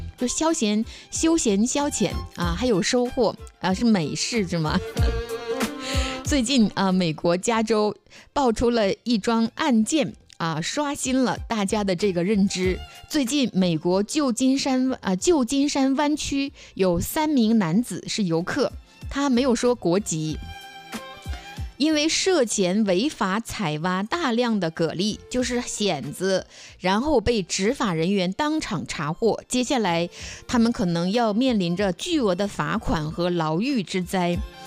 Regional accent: Dalian, Liaoning, China; 我是大连人啊

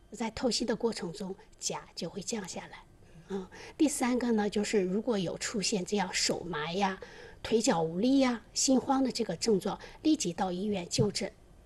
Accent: Dalian, Liaoning, China; 蔬菜呢，就绿色蔬菜，还有我们大连人爱吃的酸菜，含钾都高。

